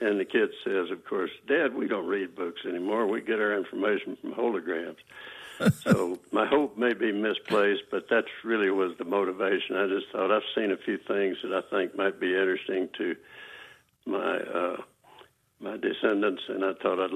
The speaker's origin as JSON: {"language": "English", "region": "Texas", "country": "United States", "tie": "born or raised there", "said": "I was raised out in West Texas in the outside the hill country."}